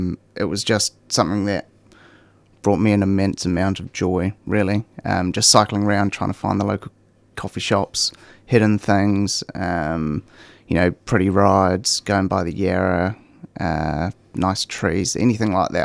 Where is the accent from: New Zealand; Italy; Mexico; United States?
New Zealand; Wellington; now in Melbourne, Australia; So you can probably tell by the accent, I'm from New Zealand, from a little place called Wellington. Well, it's not that little in terms of New Zealand, it's the capital. But I moved to Melbourne 2.5 years ago.